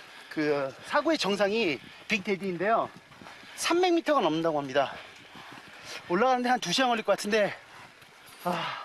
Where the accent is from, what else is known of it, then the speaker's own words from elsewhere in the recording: Seoul, South Korea; Seoul.